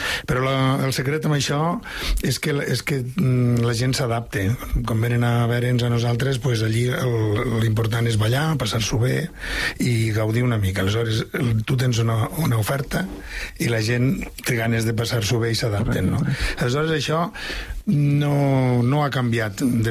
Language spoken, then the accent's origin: Catalan; Lleida, Catalonia, Spain; moved away as an adult; Jo sóc de Lleida, vaig venir aquí l'any 90, aproximadament.